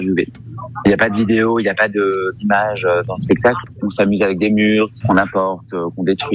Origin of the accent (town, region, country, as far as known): Île-de-France, France; born or raised there